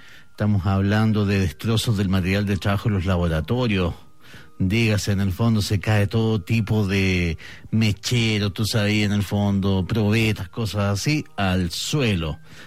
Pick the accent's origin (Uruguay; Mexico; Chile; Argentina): Chile; Chillán, Ñuble